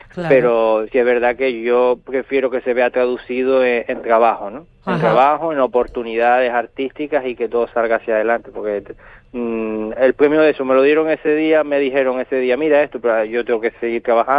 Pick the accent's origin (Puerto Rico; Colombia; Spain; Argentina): Spain; Canary Islands; accent: Canarian; La gente siempre me dice, ay, me encanta porque hablas todavía de manera canaria. Digo, si no hablamos nosotros de manera canaria